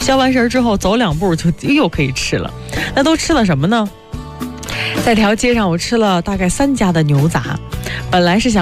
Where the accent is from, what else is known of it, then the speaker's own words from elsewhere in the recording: northern China, China; 我们北方人